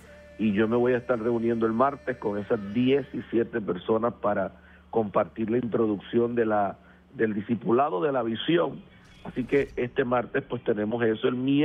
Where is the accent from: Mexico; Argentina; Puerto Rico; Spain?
Puerto Rico; estoy con mi pueblo, allá con mi gente, dándole gracias al Señor y compartiendo con todos ustedes, porque amo Puerto Rico